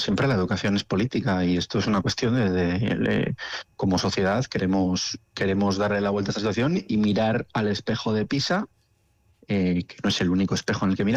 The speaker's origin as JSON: {"language": "Spanish", "region": "Basque Country", "country": "Spain"}